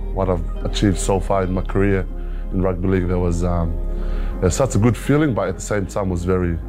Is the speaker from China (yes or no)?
no; Fiji; moved away as an adult; now in Melbourne, Australia; Growing up in Fiji